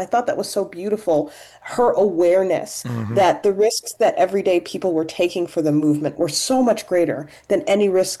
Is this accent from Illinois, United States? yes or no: yes; Chicago, Illinois, United States; I'm from Chicago, so I always